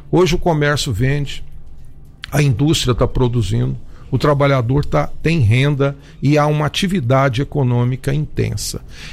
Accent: Goiânia, Goiás, Brazil; born there; Eu sou goiano, sou goianiense, nasci em Goiânia

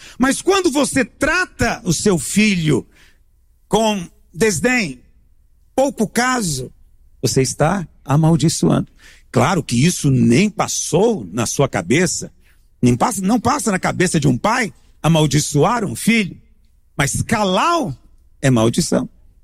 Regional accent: Goiás, Brazil; E provavelmente não dizemos eu amaldiçoo, até porque nós somos goianos, a gente nunca usa essa palavra.

